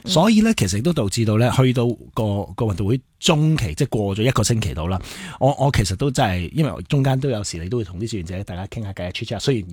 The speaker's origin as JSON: {"language": "Cantonese", "country": "Hong Kong", "said": "我哋香港人"}